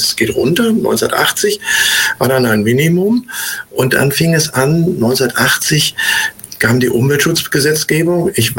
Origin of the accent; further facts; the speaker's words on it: North Rhine-Westphalia, Germany; moved away; zu unserer Zeit, als wir noch in der Jugend, in den 50er Jahren im Ruhrgebiet waren